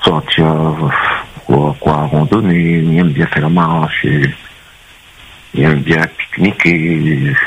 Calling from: Saint-Denis, Réunion; Voilà, je suis en Amérique, j'habite à Saint-Denis.

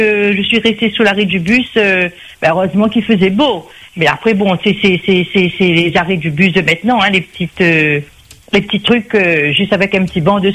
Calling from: Sainte-Rose, Réunion; je vous appelle de Sainte-Rose.

